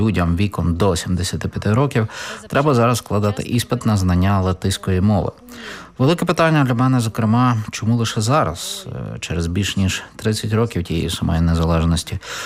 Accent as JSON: {"language": "Ukrainian", "country": "Latvia", "also_born_or_lived": "Mogilev Region, Belarus", "first_language": "Russian", "second_language": "Ukrainian", "said": "Незважаючи на те, що я російськомовна, я вважаю себе латвійкою. А до 2022 року я про це взагалі не замислювалася. І зараз я, до речі, думаю про те, що у мене в паспорті моя етнічна приналежність позначена як білоруська."}